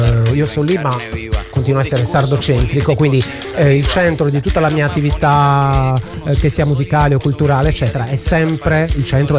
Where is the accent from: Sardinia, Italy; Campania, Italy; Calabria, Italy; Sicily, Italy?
Sardinia, Italy; Essendo sardo non ho nessuna rivalità con il popolo francese, mi sono trovato bene.